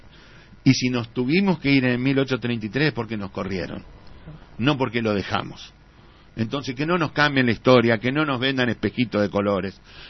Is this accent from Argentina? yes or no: yes; Argentina; Importa saber por qué somos argentinos